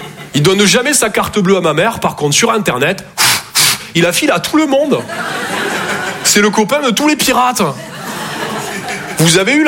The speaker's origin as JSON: {"language": "French", "town": "Toulouse", "region": "Occitanie", "country": "France", "accent": "Toulouse", "said": "Je viens de Toulouse à la base. Ouais, ça s'entend un peu. Ouais. Bah, mon accent, c'est vraiment comme mon sexe."}